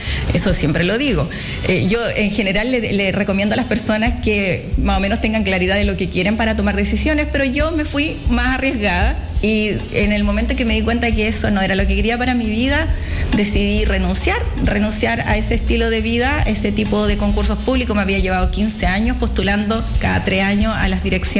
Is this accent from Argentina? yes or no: no; Talcahuano, Biobío, Chile; volví hacia mi región, porque yo soy chorera de corazón, soy de Talcahuano